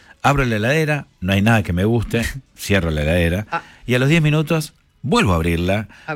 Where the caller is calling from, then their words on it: Lanús, Buenos Aires Province, Argentina; Hola, encendido … de Lanús.